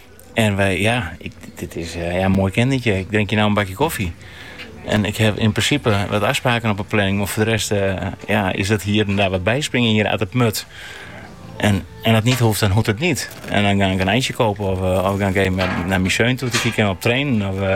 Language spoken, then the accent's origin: Dutch; Sneek, Friesland, Netherlands; also born or lived in Iesbrechtum; Kijk, ik kom uit Sneek. En ik ben geboren in Iesbrechtum en op mijn 7e naar Sneek verhuisd.